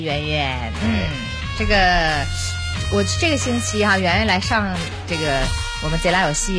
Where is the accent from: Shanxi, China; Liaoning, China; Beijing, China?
Liaoning, China; Shenyang; 都是咱沈阳的。